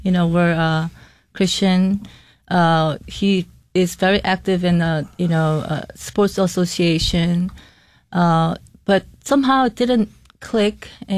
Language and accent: English; South Korea; English is a second language; now in Rochester, United States; So I'm from Korea.